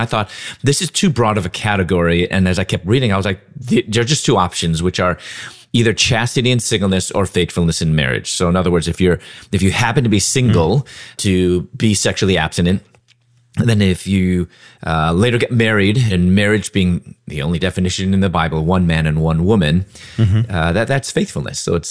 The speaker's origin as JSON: {"language": "English", "town": "Chicago", "region": "Illinois", "country": "United States", "also_born_or_lived": "Louisville / Atlanta", "moved": "as an adult", "said": "I'm originally from Chicago"}